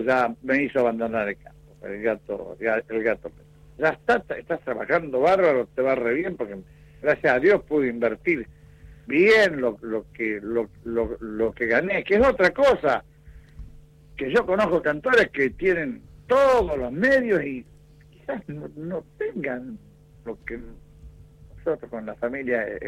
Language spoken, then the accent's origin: Spanish; Las Flores, Buenos Aires Province, Argentina; moved away as an adult; also born or lived in Dolores; now in Saladillo, Argentina; me crié ahí en Las Flores hasta los 29 años, después me vine a Saladillo hace 41 que estoy...